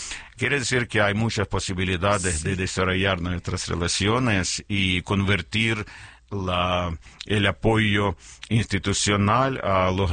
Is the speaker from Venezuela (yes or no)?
no; Ukraine; moved away as an adult; now in Mexico